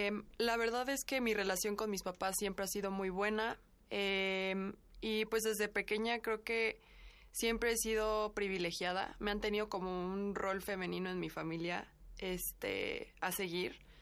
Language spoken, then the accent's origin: Spanish; Puebla, Mexico; soy periodista y soy de aquí de Puebla.